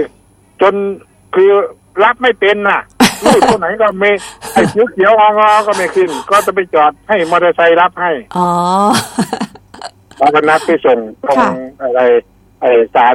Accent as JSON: {"language": "Thai", "town": "Pho Chai", "region": "Roi Et", "country": "Thailand", "said": "คงกลับบ้านร้อยเอ็ดนะครับผมอยู่ร้อยเอ็ด"}